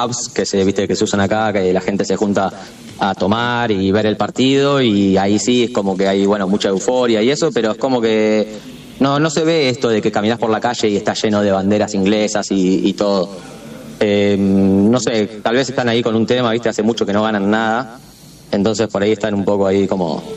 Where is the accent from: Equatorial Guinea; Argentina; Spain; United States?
Argentina; Haedo, Buenos Aires Province; moved away as an adult; now in England; Soy de Aedo